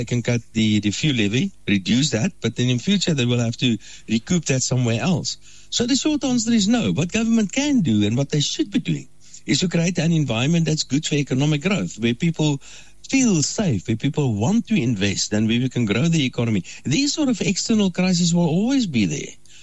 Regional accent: South Africa

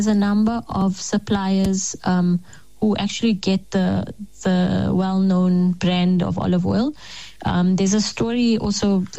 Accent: South Africa; it wasn't because you know, I'm South African or I'm a foreigner or that I'm something special

